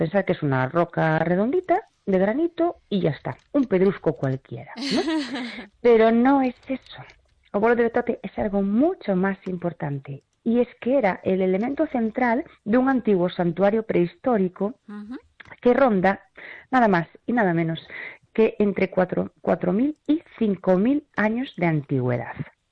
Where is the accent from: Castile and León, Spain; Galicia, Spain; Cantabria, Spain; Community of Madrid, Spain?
Galicia, Spain; como somos los gallegos